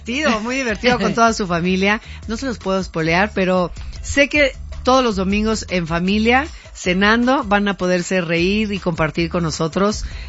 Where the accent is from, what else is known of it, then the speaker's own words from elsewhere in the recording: Mexico; Y así somos los mexicanos.